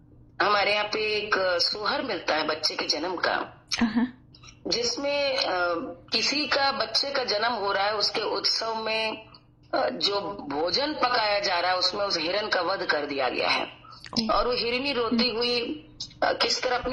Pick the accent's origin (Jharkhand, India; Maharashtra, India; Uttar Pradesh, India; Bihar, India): Uttar Pradesh, India; Gorakhpur; also born or lived in Kannauj; सिवाय इसके कि पूर्वांचल में मैं पली बढ़ी, जी गोरखपुर में, जहाँ पे भोजपुरी का एक कह सकते हैं प्रभाव पड़ा